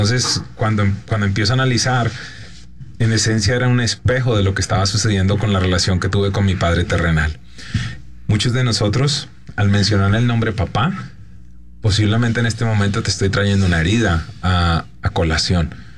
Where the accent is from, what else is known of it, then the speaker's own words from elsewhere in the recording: Colombia; moved away; mi país de origen es el líder mundial de abandono paterno. 80% de los niños en Colombia están creciendo sin un papá en casa.